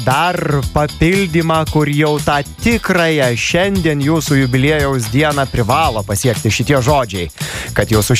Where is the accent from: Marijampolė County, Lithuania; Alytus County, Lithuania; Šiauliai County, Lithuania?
Alytus County, Lithuania; Pivašiūnai; aš pats iš Pivašiūnų